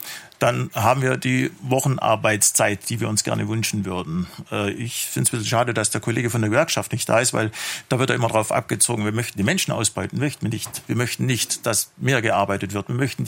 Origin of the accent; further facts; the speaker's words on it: Hagnau am Bodensee, Baden-Württemberg, Germany; ich komme aus Hagenau am Bodensee.